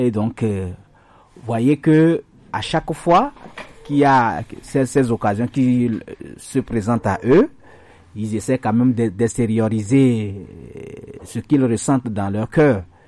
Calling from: Togo

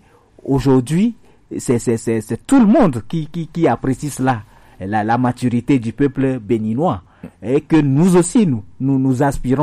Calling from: Togo

